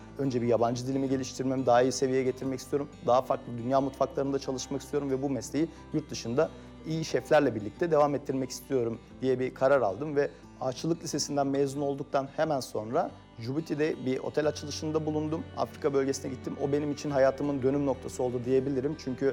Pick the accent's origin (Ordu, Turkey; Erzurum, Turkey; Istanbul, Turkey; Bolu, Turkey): Bolu, Turkey; Mengen; Boluluyum. Ailenin üçüncü kuşak aşçısıyım. Dedem ve babamın aşçılık mesleğini devam ettirmekteyim. Çocukluğum Bolu'nun Mengen ilçesindeki bir köyde geçti.